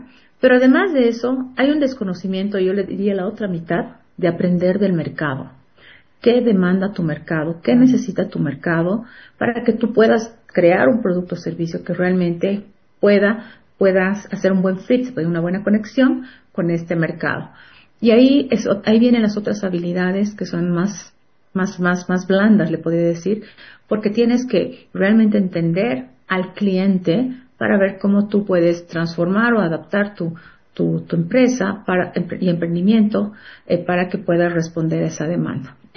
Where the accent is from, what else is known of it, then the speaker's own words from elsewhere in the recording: Bolivia; somos muchos bolivianos